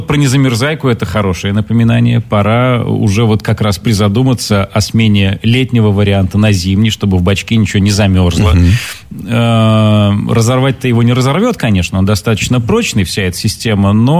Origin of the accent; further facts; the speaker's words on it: Urals, Russia; Мы ж уральцы